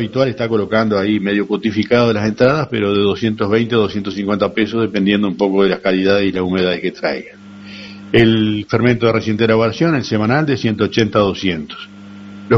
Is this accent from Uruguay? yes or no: yes; Uruguay; somos uruguayos.